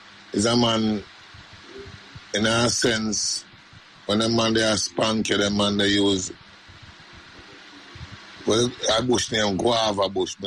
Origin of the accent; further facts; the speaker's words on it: Westmoreland, Jamaica; born there; I was born in Westmoreland. That's in the countryside, you know what I mean?